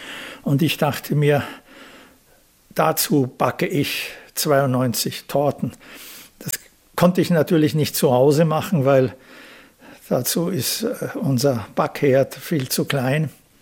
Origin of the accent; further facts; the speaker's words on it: Vienna, Austria; dass ich Wiener bin. Ich bin ja auch in Wien geboren, ja. Also ich fühle mich tatsächlich immer noch als Wiener, nicht? Und das ist meine Heimat